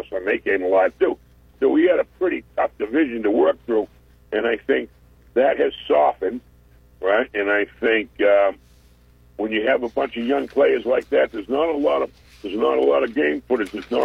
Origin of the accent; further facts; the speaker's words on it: New England, United States; So I came here from New England. I was a New England fan for a long time, right?